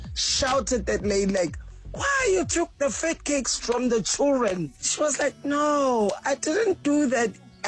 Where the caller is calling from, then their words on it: Katlehong, Gauteng, South Africa; we're from Katlehong.